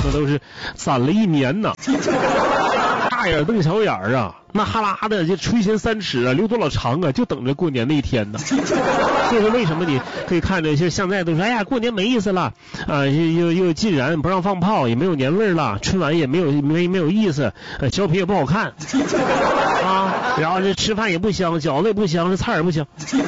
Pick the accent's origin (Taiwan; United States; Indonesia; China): China; Northeast China; 在咱们东北人的心目当中